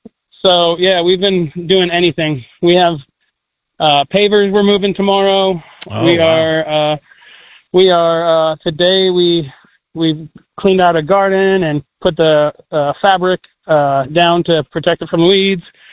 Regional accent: Beech Grove, Indiana, United States; I'm originally from Beech Grove. I graduated from Beech Grove, and it's an important community to me

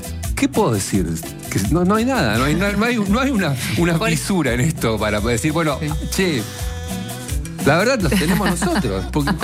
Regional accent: Argentina; somos Argentina, porque somos felices, estamos felices de ser Argentina

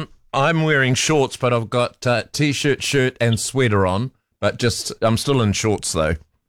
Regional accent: Waikato, New Zealand; I mean, it was way cooler where I was growing up in the South Waikato. Way colder in winter.

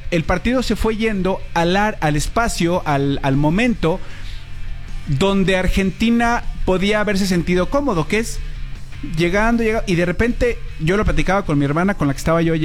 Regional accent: Mexico

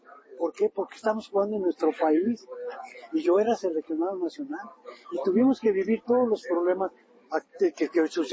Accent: Mexico; jugar un Mundial en mi país.

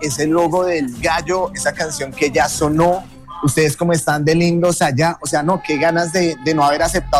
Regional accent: Colombia; Increíble que me fui yo de Colombia, del país, y nos entregaron cabina nueva.

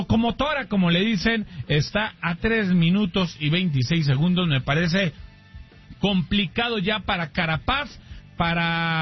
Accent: Mexico; A usted le gusta, somos mexicanos, sí.

